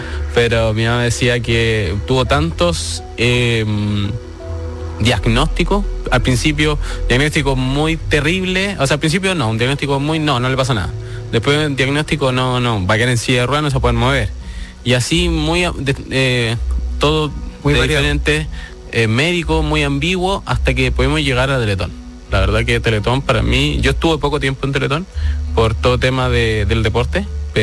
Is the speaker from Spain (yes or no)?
no; Rengo, O'Higgins, Chile; Yo nací en 97, sí, yo estoy en Rengo, soy originario, oriundo de Rengo, la sexta región.